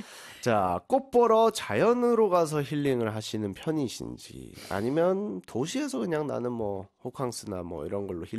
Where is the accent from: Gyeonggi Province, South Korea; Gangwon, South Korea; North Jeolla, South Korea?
Gyeonggi Province, South Korea; Goyang; 제가 일산 사람이라 그런지는 모르겠지만